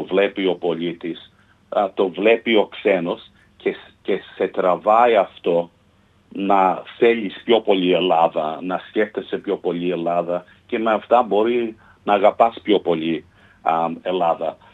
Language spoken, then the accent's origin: Greek; Australia; Είμαστε μια μικρή χώρα, 28 εκατομμύρια